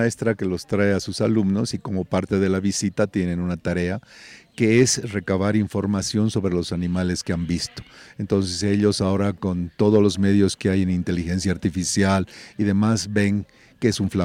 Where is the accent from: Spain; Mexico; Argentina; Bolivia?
Bolivia